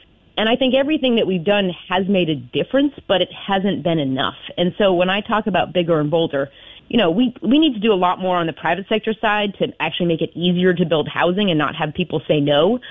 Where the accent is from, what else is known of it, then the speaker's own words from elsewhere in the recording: Maine, United States; it's an issue I've worked on in my hometown where I grew up, where young people couldn't afford to buy a house 20 years ago because it's a coastal town where lots of summer people came in and bought it up.